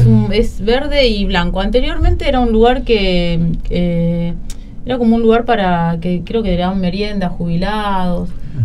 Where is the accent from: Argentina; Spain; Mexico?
Argentina; General Rodríguez, Buenos Aires Province; soy artista plástica de General Rodríguez